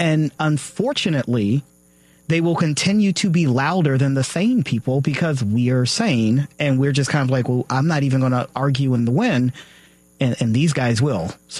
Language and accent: English; Arkansas, United States; I'm from Arkansas